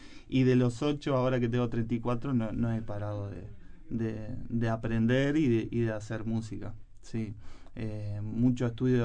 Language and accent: Spanish; Carmelo, Colonia, Uruguay; moved away as an adult; soy de Carmelo, me vine para acá a los 18